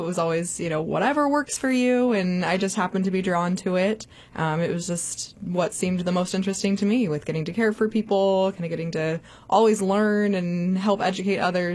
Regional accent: Las Vegas, Nevada, United States; moved away as an adult; also born or lived in Missouri; now in Farmington, United States; I'm originally from Las Vegas, Nevada.

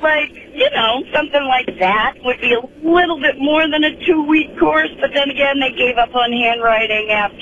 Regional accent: Swampscott, Massachusetts, United States; I grew up in Swampscott, Massachusetts, and it was a very predominantly Jewish town.

